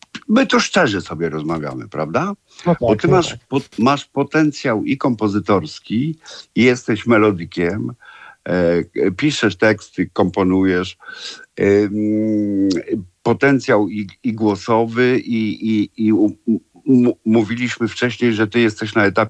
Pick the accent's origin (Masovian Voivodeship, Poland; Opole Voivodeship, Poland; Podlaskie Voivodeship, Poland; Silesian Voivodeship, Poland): Masovian Voivodeship, Poland; Warsaw; also born or lived in Ursynów, Warsaw; ja się urodziłem na Żoliborzu